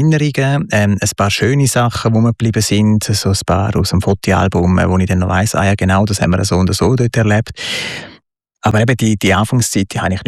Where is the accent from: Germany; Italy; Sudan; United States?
Italy; also born or lived in Uster, Switzerland; Und somit bin ich halt zwungenermaßen in Italien aufgewachsen. Und das ist der italienische Einschlag